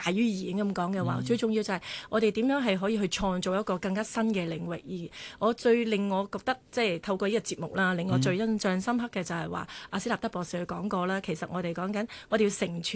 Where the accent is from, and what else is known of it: Hong Kong